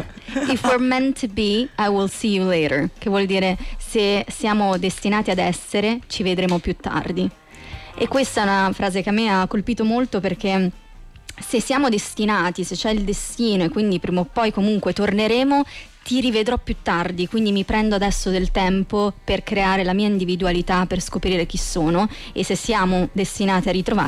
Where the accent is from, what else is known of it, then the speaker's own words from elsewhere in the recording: Sanremo, Liguria, Italy; Io sono di Sanremo.